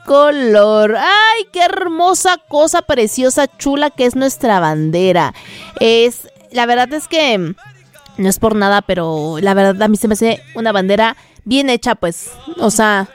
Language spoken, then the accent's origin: Spanish; Mexico